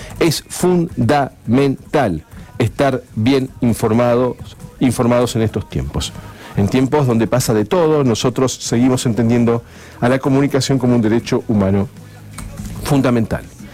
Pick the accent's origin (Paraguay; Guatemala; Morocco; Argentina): Argentina; Paraná, Entre Ríos; nosotros bien, somos de acá de Paraná, entonces la cultura del estadio es el tablón.